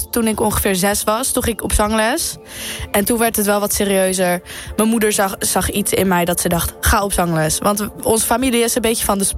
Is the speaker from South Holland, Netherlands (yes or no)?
yes; Maassluis, South Holland, Netherlands; ik kom uit Maassluis. Ik ben 18 jaar, pas geworden.